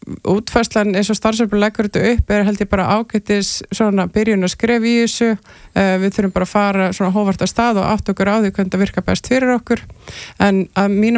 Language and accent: Icelandic; Westfjords, Iceland; ég er ólst upp á Vestfjörðum, það sem að hérna í samfélagi sem að bara konaði niður hægt og rólu